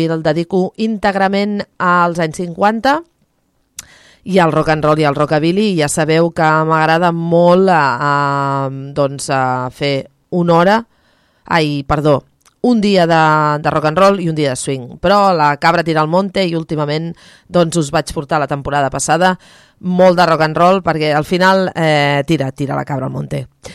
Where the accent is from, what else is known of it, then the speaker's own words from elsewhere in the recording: Cubelles, Catalonia, Spain; aquí als estudis de Ràdio Cubelles del meu poble